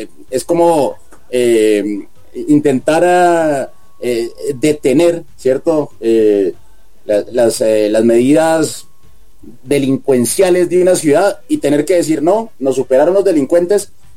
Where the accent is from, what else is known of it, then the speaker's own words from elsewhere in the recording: Colombia; yo, siendo colombiano